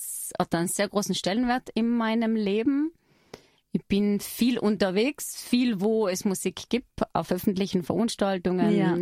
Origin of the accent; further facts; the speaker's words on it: Trentino-Alto Adige, Italy; ich bin eine Südtirolerin, bin heuer 40 Jahre alt geworden